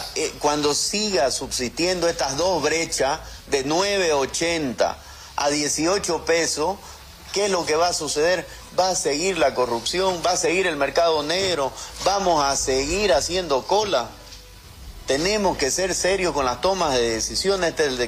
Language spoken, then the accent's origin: Spanish; Bolivia